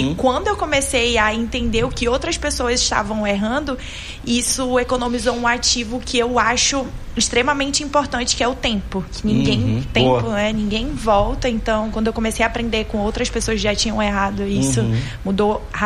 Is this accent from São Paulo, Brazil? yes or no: no; Manaus, Amazonas, Brazil; born there; Eu estudei em escola pública e vim da Zona Leste.